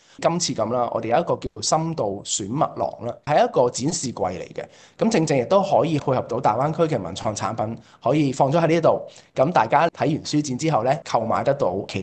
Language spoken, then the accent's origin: Cantonese; Hong Kong; 我自己本身都是香港土生土長